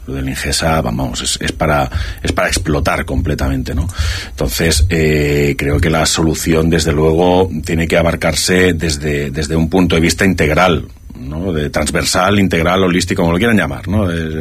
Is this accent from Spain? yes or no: yes; Barcelona, Catalonia, Spain; Yo que vengo de Barcelona y he vivido tanto la capital como he visitado muchos barrios